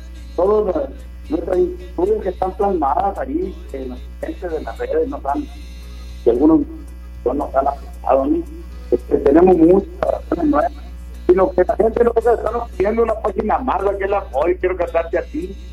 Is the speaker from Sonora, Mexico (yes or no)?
yes; Ciudad Obregón, Sonora, Mexico; nos sentimos como anfitriones recibiendo a nuestra casa, a nuestro Ciudad Obregón querido.